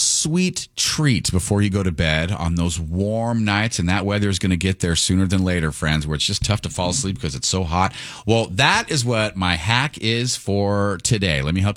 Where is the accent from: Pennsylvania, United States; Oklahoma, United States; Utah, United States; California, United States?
California, United States; Escondido; growing up in Escondido. We did not have an air conditioner in my home. And just so you know, Escondido is one of the hottest inland cities around August.